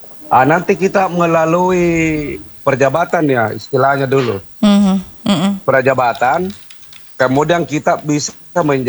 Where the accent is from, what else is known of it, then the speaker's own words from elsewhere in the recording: Makassar, South Sulawesi, Indonesia; born there; also born or lived in Maros; saya pindah ke Makassar tempat kelahiran saya itu 10 tahun.